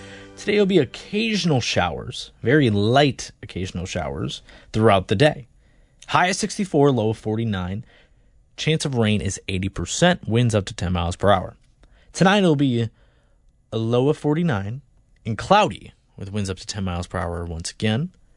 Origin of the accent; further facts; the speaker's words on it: Iowa, United States; we have some trivia about my home state here.